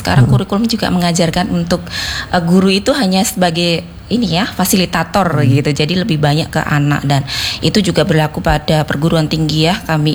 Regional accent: Java, Indonesia; karena dulu saya dari Jawa ya, mohon maaf gitu

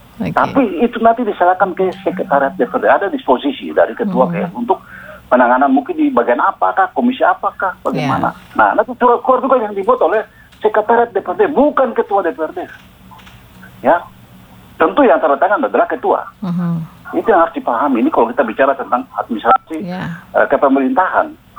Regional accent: Biak, Papua, Indonesia; born there; saya orang Biak asli

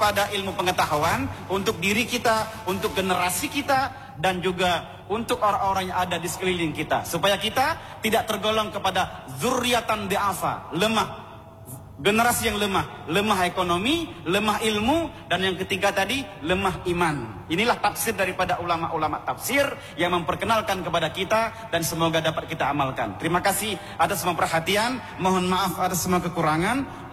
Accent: Aceh, Indonesia; lebih-lebih kita orang Aceh harus mempelajari

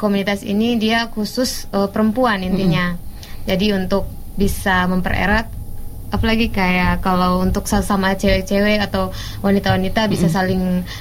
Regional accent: Pasar Wajo, Southeast Sulawesi, Indonesia; Jadi saya kan kebetulan dari Pasar Wajo. Nah, kebetulan sering ke Bau-Bau dan ini teman saya dia di Bau-Bau.

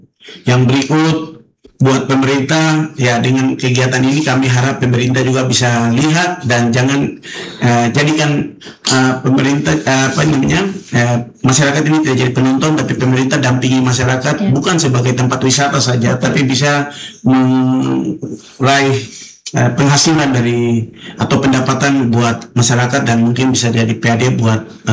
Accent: Papua, Indonesia; kita orang Papua.

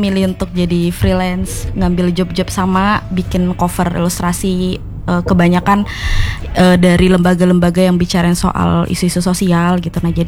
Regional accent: Singkawang, West Kalimantan, Indonesia; now in Pontianak, Indonesia; Aku aslinya dari Singkawang.

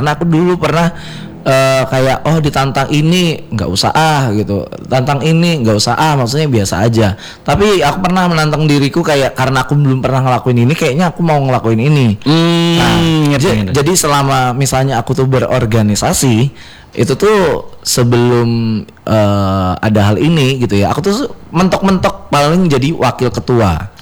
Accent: Samarinda, East Kalimantan, Indonesia; moved away; aku ya orang Jawa tapi gak bisa bahasa Jawa yang fluent karena tinggal besarnya kan di Samarinda

